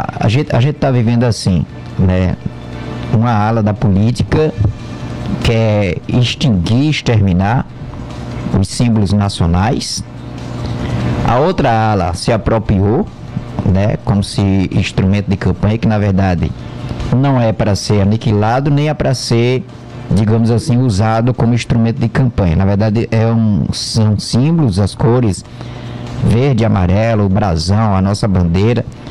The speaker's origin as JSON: {"language": "Portuguese", "country": "Brazil", "said": "nós somos brasileiros"}